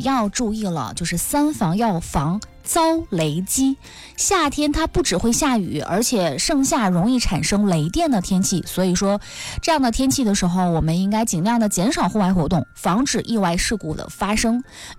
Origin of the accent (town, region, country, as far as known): Northeast China, China